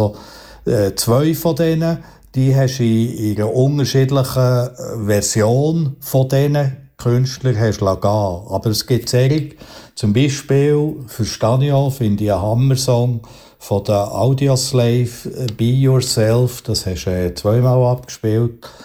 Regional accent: Bern, Switzerland; Beltmoos, ich als Berner kann das absolut nachvollzi

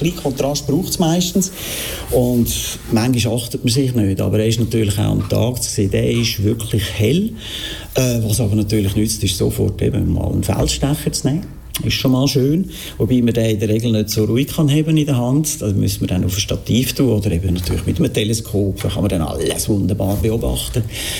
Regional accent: Switzerland; Also gut, bei uns in der Schweiz gibt es eigentlich keinen wirklich guten mehr

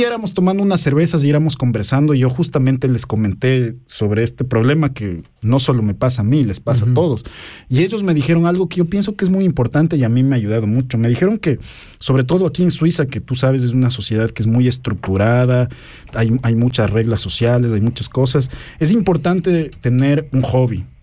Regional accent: Ecuador; y bueno, por ese lado es importante también para mí como ecuatoriano estar preparado en este tipo de cosas

